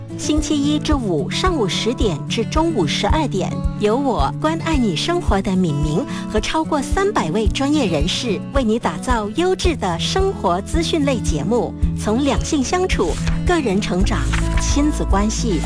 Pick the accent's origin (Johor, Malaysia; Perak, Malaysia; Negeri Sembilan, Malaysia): Perak, Malaysia; Ipoh; 在霹雳州怡保我的家乡